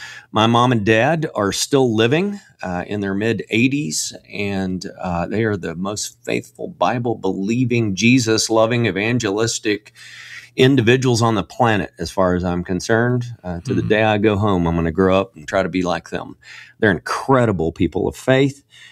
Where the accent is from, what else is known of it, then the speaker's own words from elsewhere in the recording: Texas, United States; Well, born and raised in North Texas. I don't know why they call it North Texas. It's the Dallas-Fort Worth area.